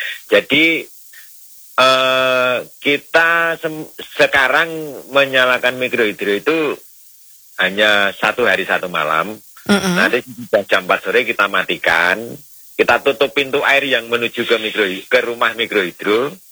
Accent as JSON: {"language": "Indonesian", "area": "Kulon Progo", "region": "Special Region of Yogyakarta", "country": "Indonesia", "said": "Di tempat di Dusun Kedungrong ini Mbak. Dusun kami itu terbelah jadi dua oleh saluran irigasi Kali Bawang."}